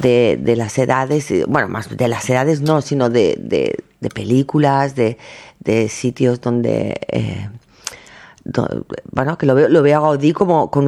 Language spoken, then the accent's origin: Spanish; Mahón, Balearic Islands, Spain; born or raised there